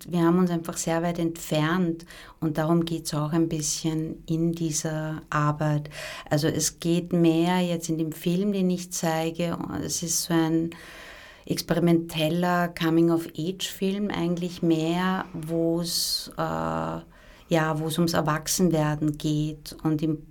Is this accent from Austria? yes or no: yes; Vienna, Austria; also born or lived in Slovakia; weil ich mich schon sehr als Europäerin fühle und als Wienerin.